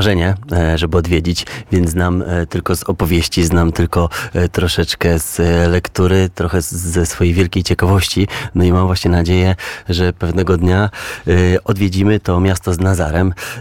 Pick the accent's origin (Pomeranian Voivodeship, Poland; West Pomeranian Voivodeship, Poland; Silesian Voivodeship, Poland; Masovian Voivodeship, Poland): Masovian Voivodeship, Poland; Warsaw; born there; Ja jestem urodzony w Warszawie, natomiast mam przodków pochodzących z Łódzka, z których jestem bardzo dumny. No i czuję, że część mojej krwi właśnie jest stamtąd.